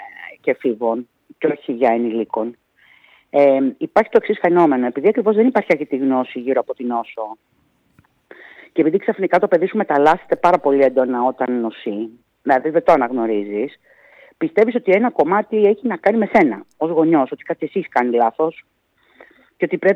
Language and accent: Greek; Thessaloniki, Central Macedonia, Greece; Βέβαια, γιατί τότε εμείς είμαι Θεσσαλονικιά, γι' αυτό το λέω.